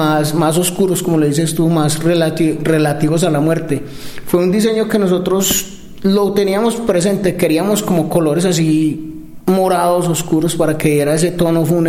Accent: Colombia; now in Florida, United States; nosotros somos dos colombianos que llevamos radicados en Estados Unidos aproximadamente 25 años

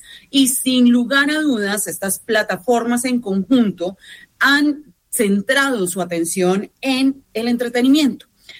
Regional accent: Colombia; somos los colombianos

